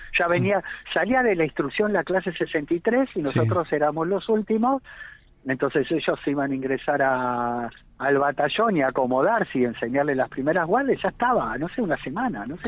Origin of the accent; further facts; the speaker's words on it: Buenos Aires, Argentina; born there; nací en Capital Federal.